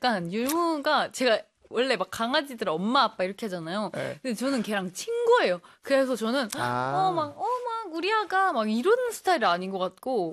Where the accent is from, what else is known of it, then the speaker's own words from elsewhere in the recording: Cheongju, North Chungcheong, South Korea; born there; now in Seoul, South Korea; 왜냐면 이제 본가가 청주에 있고